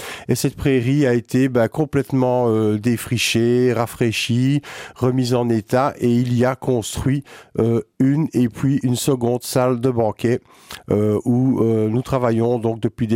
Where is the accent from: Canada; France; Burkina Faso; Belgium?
Belgium; Seraing, Wallonia; j'ai grandi à Serein, tout à fait. Oui. J'ai grandi au-dessus de la boucherie.